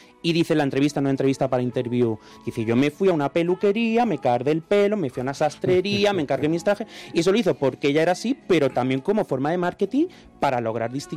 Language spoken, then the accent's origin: Spanish; Andalusia, Spain; porque yo soy andaluz, o sea que llevaba como muy en la sangre esto del folclore